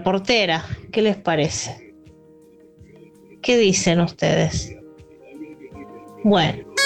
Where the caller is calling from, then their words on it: Buenos Aires, Argentina; de Caballito